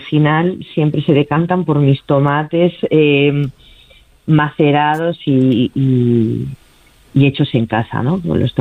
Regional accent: Galicia, Spain; born or raised there; also born or lived in Madrid

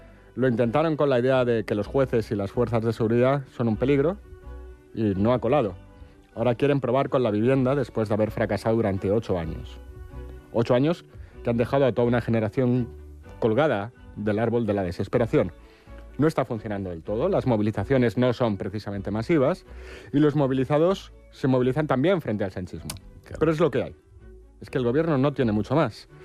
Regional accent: Spain; A ver si así, pues como en Argentina, los españoles nos partimos la cara y se genera una situación que permita cualquier cosa.

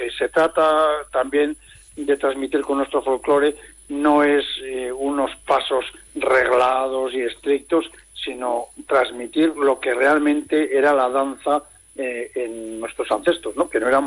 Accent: La Rioja, Spain; Es cierto que somos los riojanos en ese sentido quizá un poco tímidos, ¿no?

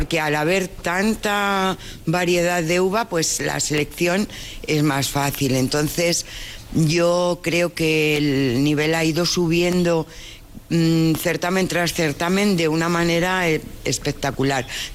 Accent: Community of Madrid, Spain; y aunque yo como madrileña me sienta de una manera, Castilla y León ha sido mi bandera siempre.

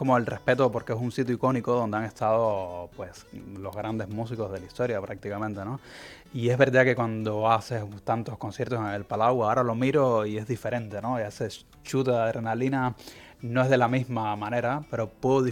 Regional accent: Cuba; now in Barcelona, Spain; Lo cierto es que yo soy cubano, pero hace 20, más de 20 años que vivo aquí.

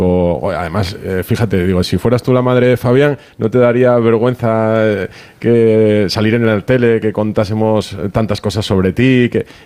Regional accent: Asturias, Spain; Está con Luis Enrique, ¿no? Yo soy asturiano.

